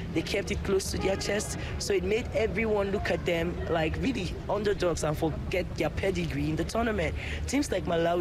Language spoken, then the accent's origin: English; Nigeria; even as a Nigerian.